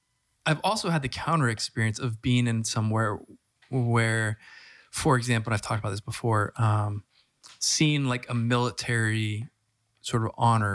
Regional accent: California, United States; I'm from Southern California, where there's a high sort of emphasis on being cool

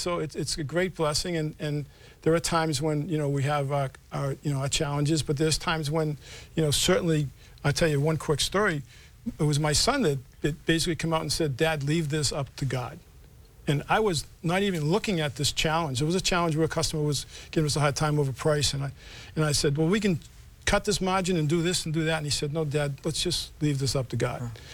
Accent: Charlestown, Massachusetts, United States; Yeah, born and raised in Charlestown, you know, in that one square mile.

